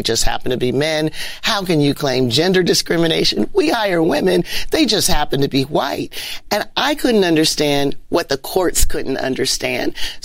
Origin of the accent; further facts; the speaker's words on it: Canton, Ohio, United States; born or raised there